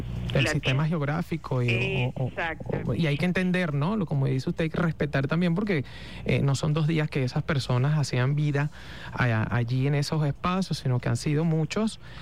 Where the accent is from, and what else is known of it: Venezuela